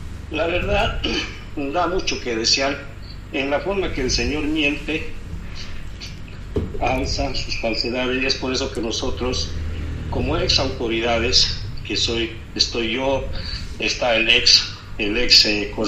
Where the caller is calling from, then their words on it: Bolivia; como boliviano, como no beniano, no nací en el Beni, pero me siento como un beniano